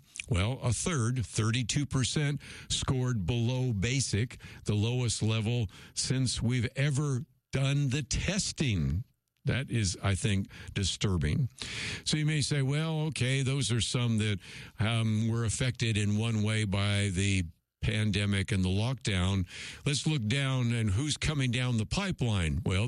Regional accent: California, United States; I grew up in the Bay Area, so I know this only so well

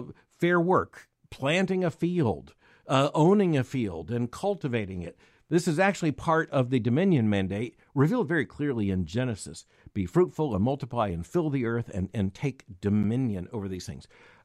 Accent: Florida, United States; And I can just tell you, growing up in Florida, it was really, really clear what the alternatives were.

